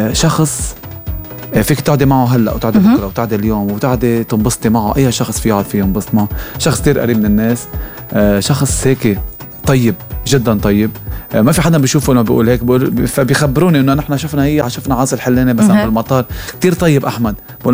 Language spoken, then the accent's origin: Arabic; Tunisia; أنت لبناني وأنا تونسي